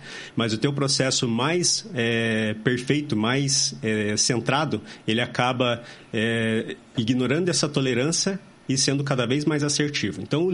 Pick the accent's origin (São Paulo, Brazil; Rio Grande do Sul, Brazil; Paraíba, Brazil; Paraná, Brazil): Paraná, Brazil; São José dos Pinhais; São José dos Pinhais, nascido e criado em São José dos Pinhais, pertinho daqui, né? Estudei em São José, fiz minha faculdade em Curitiba, mas sempre aqui pela região.